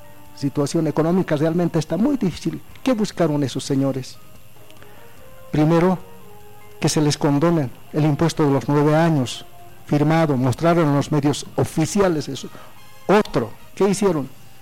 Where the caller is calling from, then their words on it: Bolivia; yo creo que como bolivianos tenemos que pensar en función a nuestro país